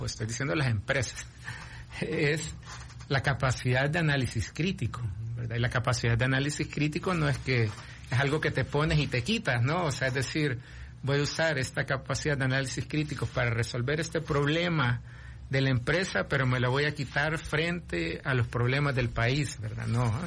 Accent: El Salvador; vamos a salir adelante como sociedad salvadoreña

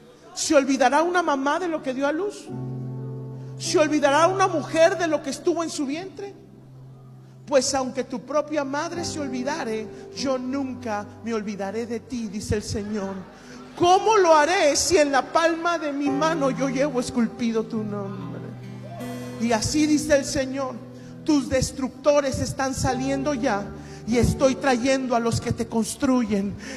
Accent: Mexico

